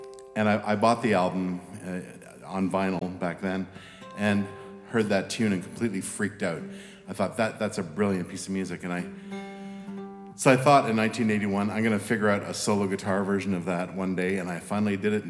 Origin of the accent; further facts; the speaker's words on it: Montreal, Quebec, Canada; also born or lived in Prince Edward Island / Seabright, Nova Scotia; now in Windsor, Canada; I grew up surrounded by water. I grew up in Montreal surrounded by fresh water. And then more recently, for the last 15 or so years, I live on the other coast. And lived for a while on PEI, and now I live northwest of Halifax